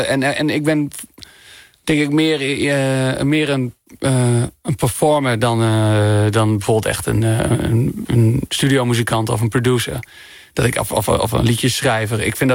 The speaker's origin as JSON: {"language": "Dutch", "region": "Groningen", "country": "Netherlands", "said": "grappen zijn die je gewoon echt als Groninger gewoon denkt, ach, oh ja, dat woord, dat heb ik lang niet gehoord."}